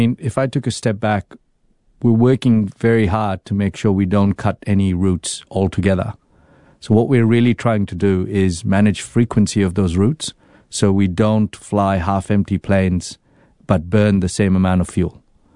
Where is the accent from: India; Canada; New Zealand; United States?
New Zealand; I say I'm from New Zealand